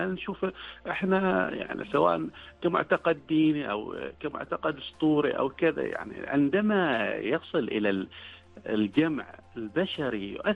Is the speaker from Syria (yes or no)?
no; Oman; عندنا في عمان.